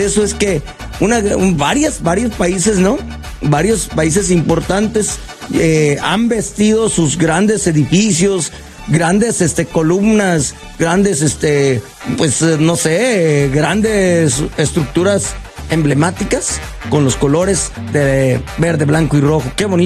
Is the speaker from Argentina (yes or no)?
no; Mexico; Eso es lo que somos nosotros los mexicanos